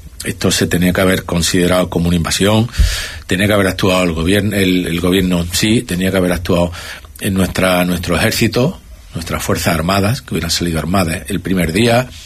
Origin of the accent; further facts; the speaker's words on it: Ceuta, Spain; se merece que los Caballas trabajemos por Ceuta